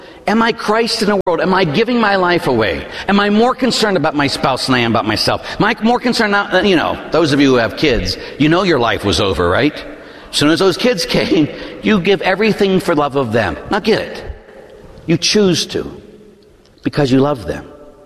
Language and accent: English; Pittsburgh, Pennsylvania, United States; born or raised there